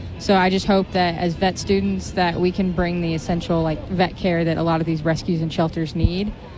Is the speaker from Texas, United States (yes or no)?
yes; San Antonio, Texas, United States; I'm originally from San Antonio.